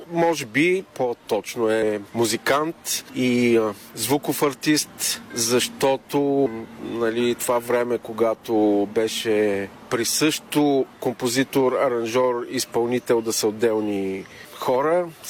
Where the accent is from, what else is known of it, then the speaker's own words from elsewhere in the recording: Svishtov, Veliko Tarnovo Province, Bulgaria; also born or lived in Sofia; now in Tryavna, Bulgaria; Аз съм от Свищов. Живях и в София доста време. Там учих и така нататък. Но в Трявна имаме къща семейна.